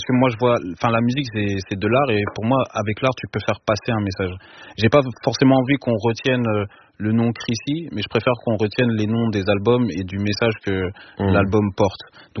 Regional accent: DR Congo; Après, je suis congolais, donc les premiers sons que j'ai entendus, c'est

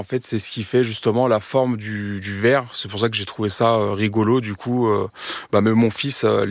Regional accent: Meaux, Île-de-France, France; Alors moi j'adore, parce que je viens de Meaux

